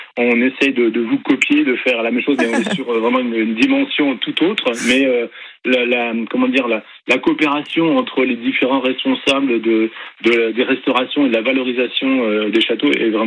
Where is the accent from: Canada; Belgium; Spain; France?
France; Grand Est; comme je suis lorrain